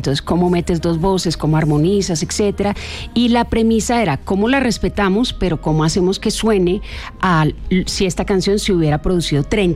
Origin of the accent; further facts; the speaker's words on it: Colombia; moved away; para los que somos colombianos